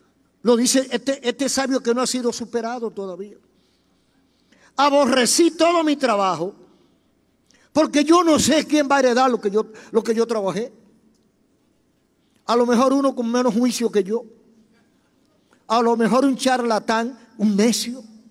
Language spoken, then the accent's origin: Spanish; Dominican Republic; Nosotros no nos damos cuenta que nos parecemos, todos los dominicanos nos parecemos.